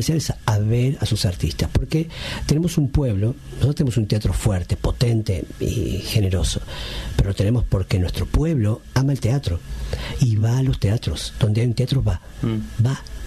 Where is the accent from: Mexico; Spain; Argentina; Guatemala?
Argentina; la argentina, que es mi patria, la patria en la que me crié y me creó como artista, y la andina, que es la patria que yo heredo culturalmente, porque me crié con sus comidas, con sus festejos, con su idiosincrasia